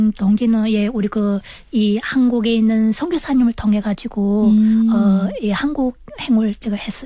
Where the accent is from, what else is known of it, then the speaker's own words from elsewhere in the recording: North Hamgyong, North Korea; also born or lived in China; now in South Korea; 남한 정착한 지 2개월 된 함경북도에서 온